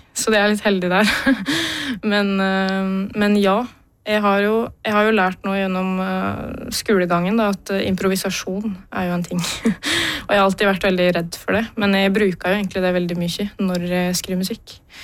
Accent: Øystre Slidre, Innlandet, Norway; min lokale kulturskole, hjemme i Øystre Slire i Valdres.

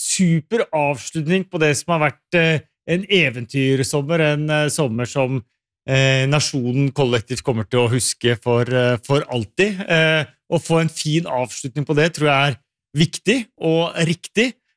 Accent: Oslo, Norway; så har man jo sett der hvor fantastisk det har vært hjemme i Oslo og snakket med familie og venner hjemme

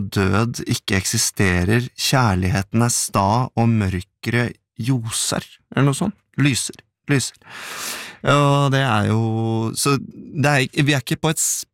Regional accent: Eastern Norway, Norway; accent: Eastern Norwegian; Altså, jeg høres jo ut som en østlending, men det skal sies at bak mitt mål så lurer det seg utelukkende vestnorske gener.

